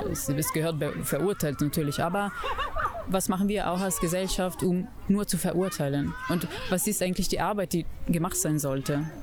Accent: Italy; German is a second language

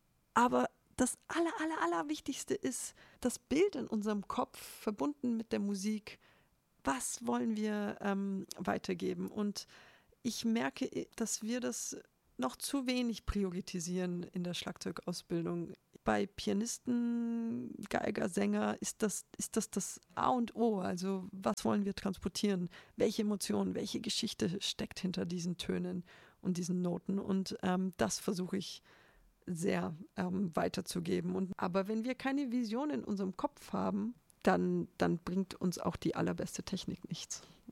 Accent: Hof, Bavaria, Germany; Ich kehre auch zurück zu meiner Heimat nach Hof

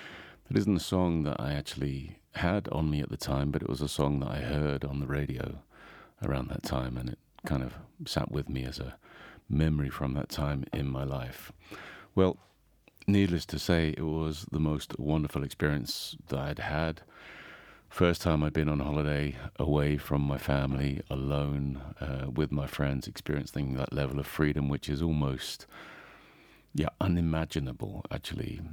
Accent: England, United Kingdom; now in Zell am See, Austria; from England, the guy who lives in Zillamsee, works as a ski instructor.

